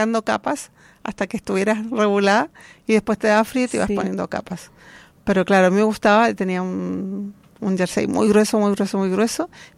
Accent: southern Chile, Chile; moved away; yo que soy del sur de Chile

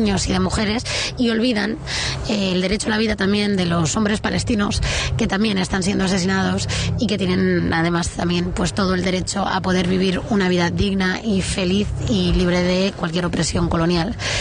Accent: Madrid, Community of Madrid, Spain; now in Mallorca, Spain; soy madrileña, ahora mismo viviendo en Mallorca

